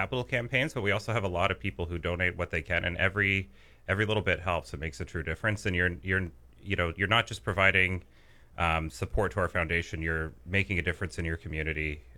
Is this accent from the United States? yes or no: no; Minden, Ontario, Canada; So I grew up in Minden, left after high school, went to school, and then I ended up in Moose City, Ontario.